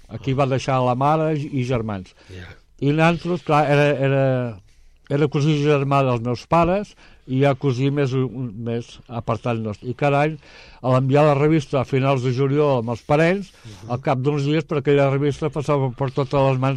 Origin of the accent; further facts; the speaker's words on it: Vilanova i la Geltrú, Catalonia, Spain; now in Cunit, Spain; va decidir agafar llogar un pis a Vilanova, i llavors allà vaig néixer, allà em vaig criar, però cada setmana em portaven aquí amb els avis.